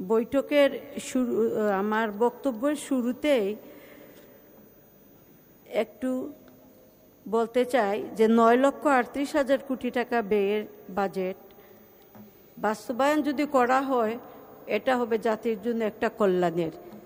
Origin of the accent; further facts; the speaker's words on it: Sylhet, Sylhet Division, Bangladesh; আমি সিলেটের মেয়ে